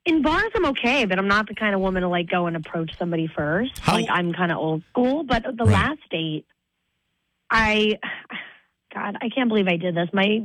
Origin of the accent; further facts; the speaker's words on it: Brooklyn, New York, United States; I'm originally from Brooklyn and whatever.